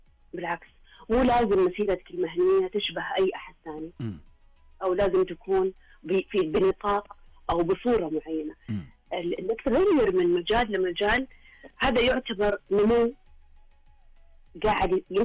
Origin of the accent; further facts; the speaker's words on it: Saudi Arabia; انتم السعوديين